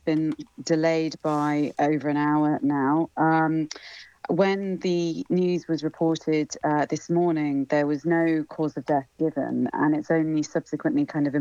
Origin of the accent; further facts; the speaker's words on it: Maidstone, South East England, United Kingdom; I'm from Maidstone, the constituency that she represented for many years.